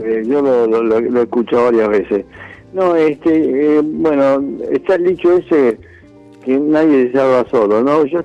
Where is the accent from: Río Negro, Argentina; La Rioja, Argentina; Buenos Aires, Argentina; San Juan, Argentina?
Buenos Aires, Argentina; nosotros en el barrio, yo soy de, oriundo de Flores, éramos los únicos que teníamos la televisión